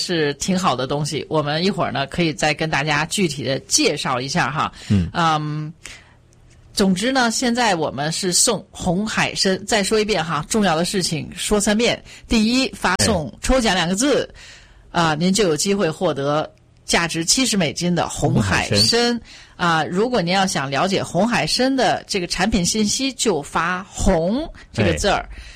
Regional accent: China; 我们中国人

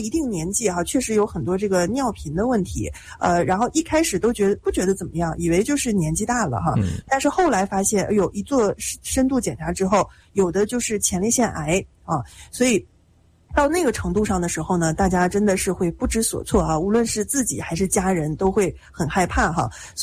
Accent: Northeast China, China; accent: Northeastern Mandarin; 这我们东北话啊，就给的特别少

